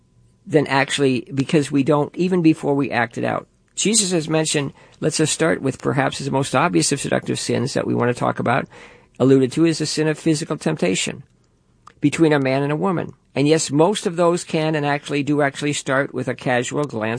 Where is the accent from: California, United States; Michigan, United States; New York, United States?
New York, United States; Levittown; born there; moved away; I lived in Levittown as a kid